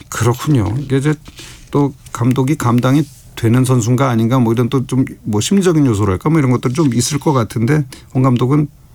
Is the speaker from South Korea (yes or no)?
no; North Korea; 북한 여자 축구팀, 내 고향 여자 축구단이 오늘 입국 예정이었는데